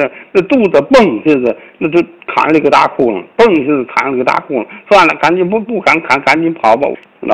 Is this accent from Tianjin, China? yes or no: yes; Tianjin, China; 丁先生说的那个千德庄的事儿啊，我从小不在那长大的嘛。